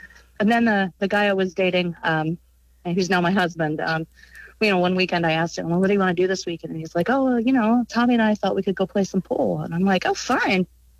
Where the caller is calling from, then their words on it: Norfolk, Virginia, United States; I'm calling from Mount Norfolk, Virginia Beach.